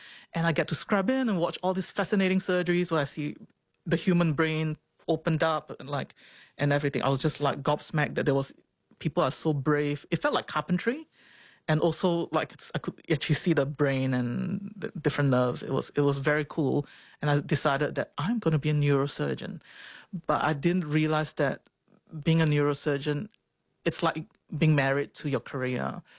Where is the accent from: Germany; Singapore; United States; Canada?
Singapore; Church is something that I grew up in Singapore.